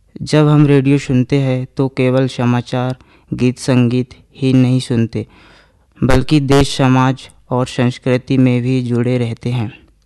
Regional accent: Chhindwara, Madhya Pradesh, India; मैं मध्य प्रदेश के छिंदवाड़े ज़िले का निवासी हूं और गवर्नमेंट ग्रीन आईटीआई का छात्र हूं।

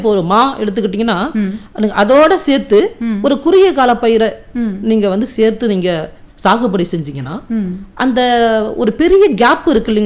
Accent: Karaikal, Puducherry, India; நான் காரைக்கால் மண்ணை சேர்ந்தவன் தான் மேடம். காரைக்கால் கோட்டுச்சேரிக்கு பக்கத்தில் புத்தக்குடிங்கிற கிராமத்திலேருந்து நான் வரேன் மேடம்.

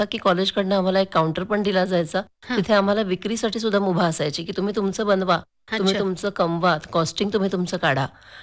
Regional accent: Talegaon, Maharashtra, India; moved away as an adult; माझं माहेर तळेगावचं आहे, त्याच्यामुळे मी तळेगावहून पुण्याला कॉलेजला जायचंय.

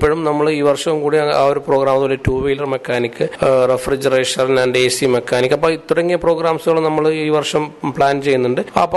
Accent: Kalpeni, Lakshadweep, India; now in Kavaratti, India; ഞാൻ കൽപ്പേനി സ്വദേശിയാണ്.

